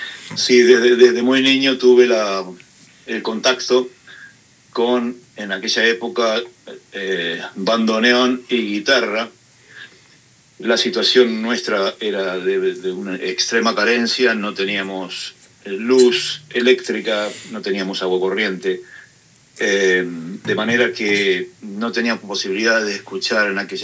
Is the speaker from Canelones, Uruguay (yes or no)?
yes; Toledo, Canelones, Uruguay; also born or lived in Montevideo; En realidad nací en Montevideo, pero sí, me crié desde apenas nacido en la zona de Toledo, Ruta 6, Canelones.